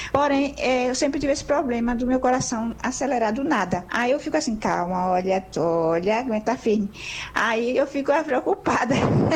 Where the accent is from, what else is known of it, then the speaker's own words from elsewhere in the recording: Casa Amarela, Pernambuco, Brazil; sou de Casa Amarela, tenho 60 anos.